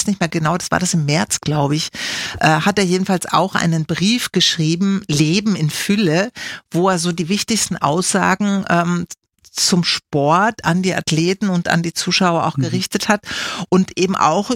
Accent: Germany; accent: German; now in Austria; Man hört ja an meinem Akzent, dass ich ursprünglich aus Deutschland komme.

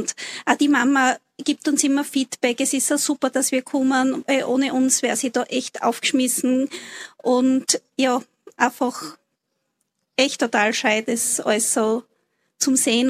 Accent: Bruck an der Mur district, Styria, Austria; now in Graz-Umgebung, Austria; Also ich komme ursprünglich aus Bezirk Bruck an der Mur. Bezirk mit Zuschlag und jetzt aber Graz Umgebung

